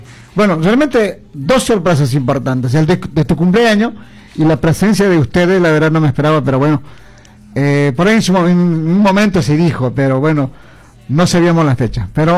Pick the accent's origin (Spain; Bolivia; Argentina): Bolivia; La Paz; De La Paz, de La Paz, Chuquiagomarca, pues, mamita, siempre.